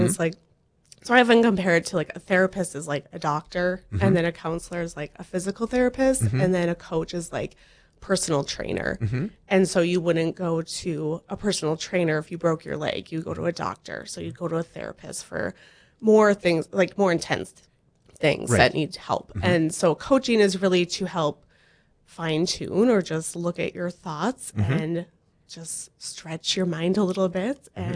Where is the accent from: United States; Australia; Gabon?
United States; Buchanan, North Dakota